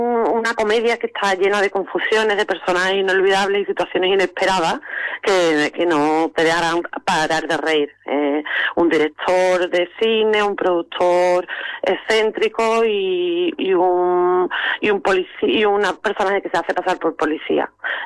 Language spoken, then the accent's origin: Spanish; Palma, Spain; como soy de Palma, pues algunos no sabéis, pero bueno, son los comercios que mencionas, son comercios conocidos aquí en el pueblo